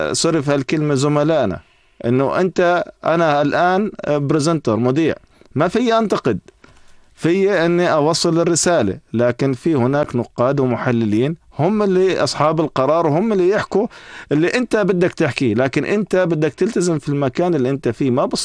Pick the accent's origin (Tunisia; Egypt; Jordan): Jordan; احنا عندنا في الاردن